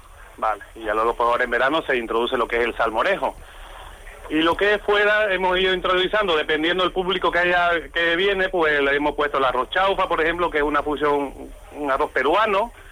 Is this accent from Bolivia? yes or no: yes; Bolivia; moved away; Yo soy boliviano.